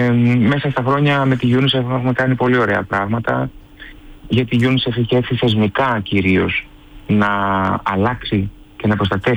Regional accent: Greece; also born or lived in France; Είμαι 100% Έλληνας και 100% Γάλλος σε όλες τις εκφάνσεις της ζωής μου.

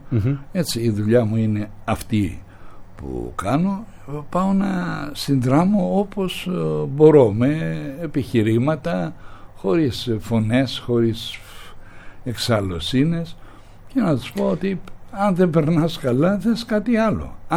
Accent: Anogeia, Crete, Greece; also born or lived in Heraklion, Greece / Chania, Greece; Εγώ είμαι κριτικός. Το χωριό μου είναι τα Νόγια και η πόλη μου είναι τα Χανιά. Στο Ηράκλειο διαμορφώθηκε ο χαρακτήρας μου, φεύγοντας από τα Νόγια 11 χρονών μέχρι τα 16-17

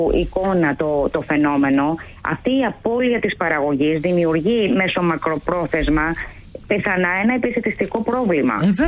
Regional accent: Greece; Εμείς το βιώνουμε πολύ έντονα εδώ ως Έλληνες

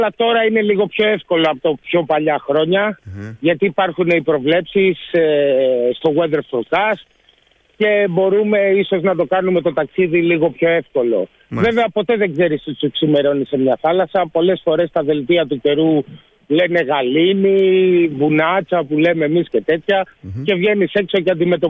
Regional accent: Piraeus, Attica, Greece; Εμείς που γεννηθήκαμε, Αντώνη, στον Πειραιά, ξέρεις ότι έχουμε μία με τη θάλασσα, έτσι, ένα άλλο contact.

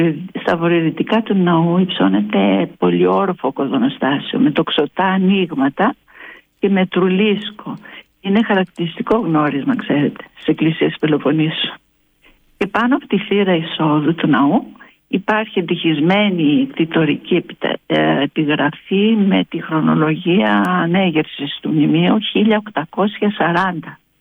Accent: Thebes, Central Greece, Greece; moved away as an adult; now in Magoulia, Greece; Εγώ είμαι από τη Θήβα.

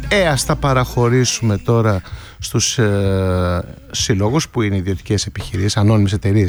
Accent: Greece; εγώ δεν καμαρώνω σαν Έλληνας δημοσιογράφος

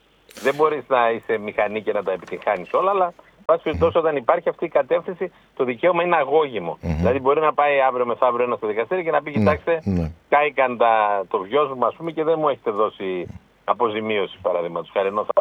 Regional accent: Xylagani, Eastern Macedonia and Thrace, Greece; παίρνω το χωριό μου τώρα την Ξυλαγανή

